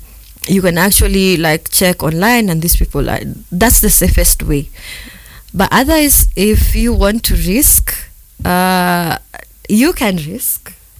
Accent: Kenya; as a Kenyan and as a black person traveling.

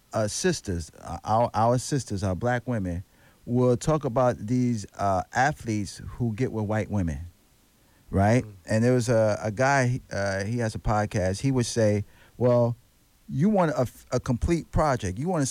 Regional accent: New York, United States; growing up in New York, it was a little bit different for us.

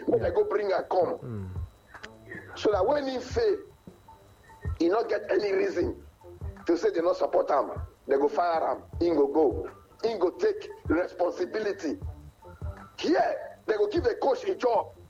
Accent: Nigeria; I don't be from Mali, I don't be from France, I'll be Nigerian man.

